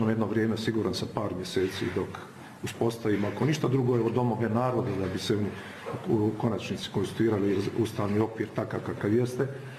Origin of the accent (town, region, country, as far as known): Bosnia & Herzegovina